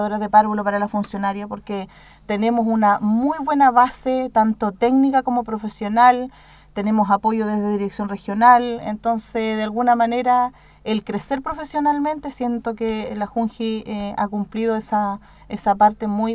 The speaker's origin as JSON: {"language": "Spanish", "town": "Cauquenes", "region": "Maule", "country": "Chile", "tie": "born or raised there", "said": "Bueno, yo personalmente soy de aquí de Cauquenes, nacida y criada en Cauquenes. Me fui a estudiar, volví"}